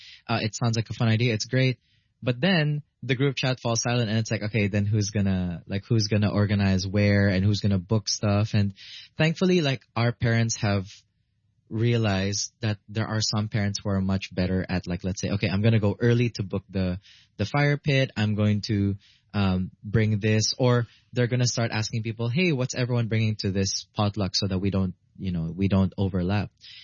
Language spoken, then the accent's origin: English; Philippines